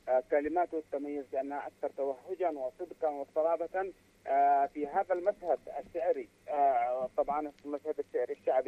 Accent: Tihama, Yemen; عندنا في تهامة

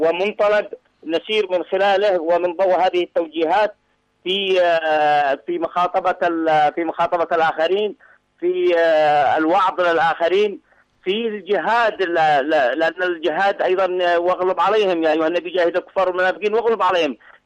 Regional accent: Yemen; كيمنيين كعرب كمسلمين

